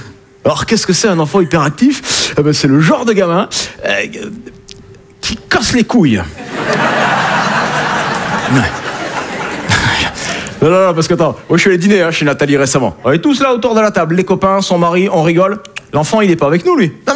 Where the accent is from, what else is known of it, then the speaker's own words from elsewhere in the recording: south of France, France; Hein, je viens du sud de la France.